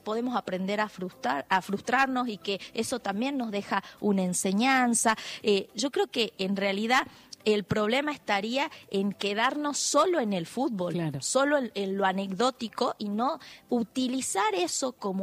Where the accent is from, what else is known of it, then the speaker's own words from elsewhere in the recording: Argentina; Somos todos argentinos.